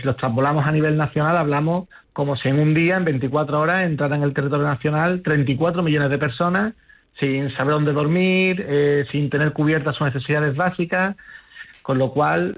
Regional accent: Ceuta, Spain; yo personalmente, como ceutí, como español, pues muy decepcionado con el gobierno

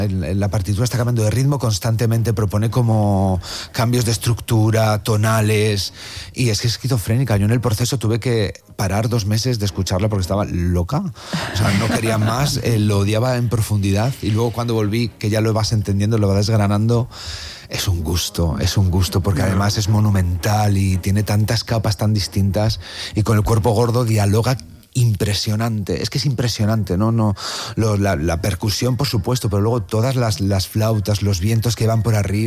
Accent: Valladolid, Castile and León, Spain; yo soy de Valladolid, tengo el Museo Nacional de Escultura en mi ciudad, y es algo que está conmigo

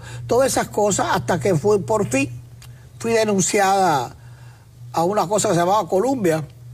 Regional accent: Cuba; moved away; Y muy jovencita triunfé en Cuba. Todo mi país me adoró hasta el día justo en que llegó la revolución cubana marxista-leninista

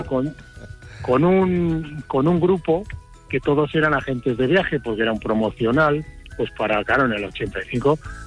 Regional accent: Catalonia, Spain; Soy catalán, pero bueno, casi.

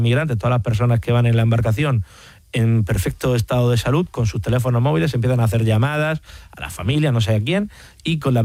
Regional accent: Region of Murcia, Spain; realmente lo que a mí me hace feliz es la región de Murcia y trabajar por los murcianos y trabajar por mi tierra, ¿no?

